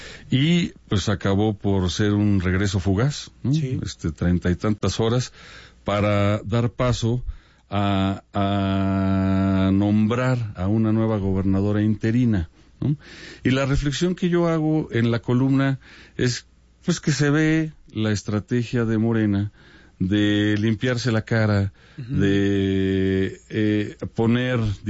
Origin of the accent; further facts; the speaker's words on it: State of Mexico, Mexico; mis hermanos, yo ya somos mexiquenses, sí, ya crecimos acá.